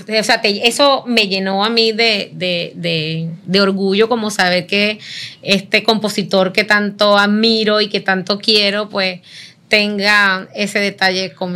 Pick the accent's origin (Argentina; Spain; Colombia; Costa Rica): Colombia; trabajar acá en mi país.